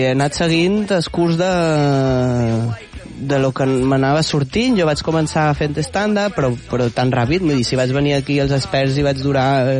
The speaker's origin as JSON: {"language": "Catalan", "region": "Balearic Islands", "country": "Spain", "moved": "yes", "said": "Jo, al final, sóc de Mallorca"}